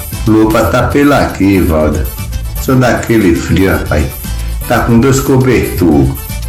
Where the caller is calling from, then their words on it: Conceição do Coité, Bahia, Brazil; Conceição do Coité.